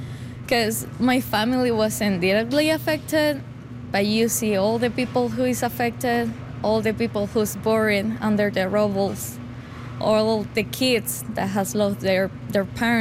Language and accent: English; Venezuela; moved away as an adult; now in Saskatoon, Canada; I am the manager of the stores at Churros, and I am from Venezuela.